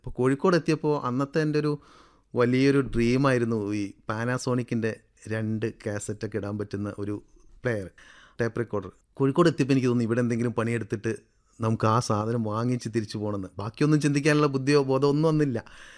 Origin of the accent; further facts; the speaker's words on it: Vallikkunnu, Kerala, India; born there; also born or lived in Uppatti, Nilgiris, Tamil Nadu / Kallai, Kozhikode; അച്ഛൻ പക്ഷേ ഞാനൊക്കെ ജനിച്ച സമയത്ത് തന്നെ വള്ളിക്കുന്നിലേക്ക് താമസം മാറിയിട്ടുണ്ട്. അമ്മയുടെ കല്യാണം കല്ലായിലേക്കായിരുന്നു, പക്ഷേ പിന്നീട് ഞാൻ താമസിക്കുന്നത് വള്ളിക്കുന്നായിരുന്നു. പക്ഷേ ആ സമയത്ത് ഞാൻ നീലഗിരിയിലായിരുന്നു. അമ്മയുടെ വീട്ടിൽ നിന്നിട്ടാണ് ഞാൻ 5-ാം ക്ലാസ് വരെ പഠിച്ചത്